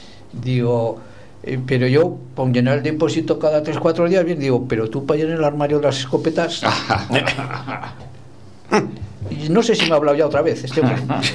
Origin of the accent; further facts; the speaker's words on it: Andorra, Aragon, Spain; Andorra, que es mi pueblo